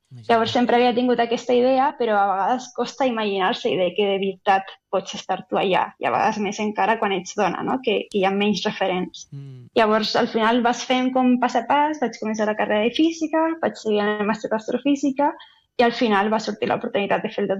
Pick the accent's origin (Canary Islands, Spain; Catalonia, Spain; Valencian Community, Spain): Canary Islands, Spain; Lanzarote; Catalan is a second language